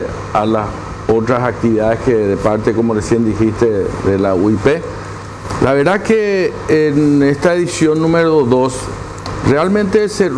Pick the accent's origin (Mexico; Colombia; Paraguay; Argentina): Paraguay; tenemos que felicitarnos los paraguayos todos